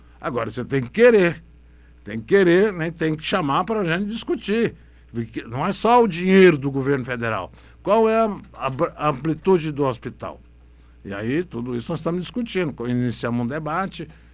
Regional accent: Buriti Alegre, Goiás, Brazil; eu sou aqui de Buriti Alegre

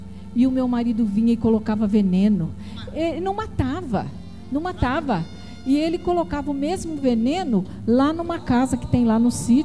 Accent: Guaraçu, Brazil; Eu sou de Guaraçu.

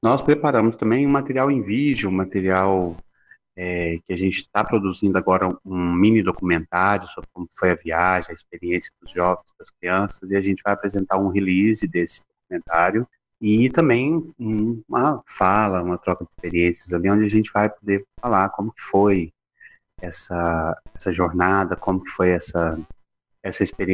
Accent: Conceição do Pará, Minas Gerais, Brazil; eu sou de Conceição do Pará

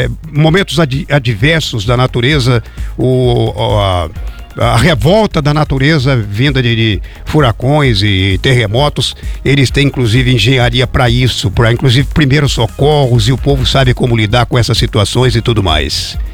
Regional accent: Brazil; nós, os brasileiros

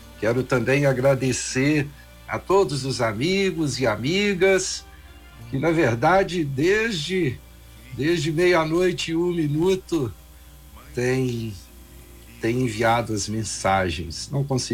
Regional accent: Juiz de Fora, Minas Gerais, Brazil; born there; Eu nasci na maternidade Santa Terezinha, em Juiz de Fora, antiga maternidade Santa Terezinha, em Juiz de Fora.

